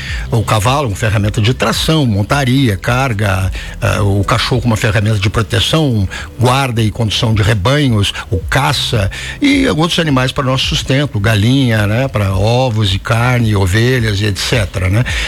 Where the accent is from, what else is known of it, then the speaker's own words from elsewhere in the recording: Porto Alegre, Rio Grande do Sul, Brazil; now in Alfredo Wagner, Brazil; Bom, eu sou um garoto de cidade, né? Eu sou de Porto Alegre, né? Agora dotado por Santa Catarina, eu sou catarinense agora. Muitos anos aqui já, né?